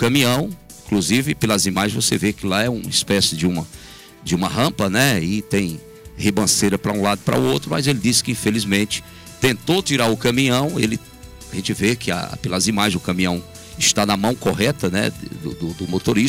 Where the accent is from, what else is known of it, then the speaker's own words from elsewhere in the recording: Brazil; A gente é brasileiro, né, Claudinei?